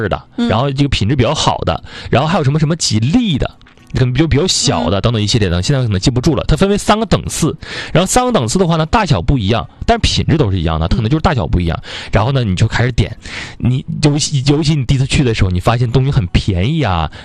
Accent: Northeast China, China; 但是对于咱们东北人的这种食量来讲的话，

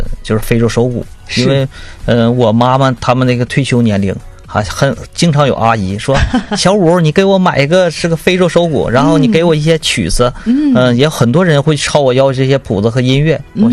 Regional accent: Northeast China, China; accent: Northeastern (Dongbei) dialect; 像我们东北话

